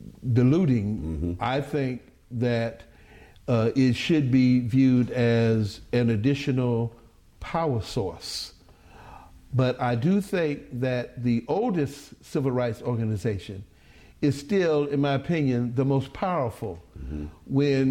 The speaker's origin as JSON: {"language": "English", "town": "Jacksonville", "region": "Florida", "country": "United States", "tie": "born or raised there", "said": "When I was growing up in Jacksonville"}